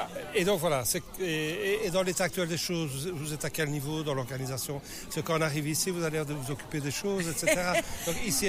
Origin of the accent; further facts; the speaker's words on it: Liège, Wallonia, Belgium; now in Gaume, Belgium; Moi, je viens de Liège